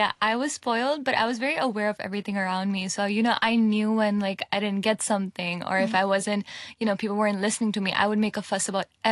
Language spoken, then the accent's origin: English; Hong Kong; as mentioned. I was born and raised here in Hong Kong. Ethnically, I'm Pakistani.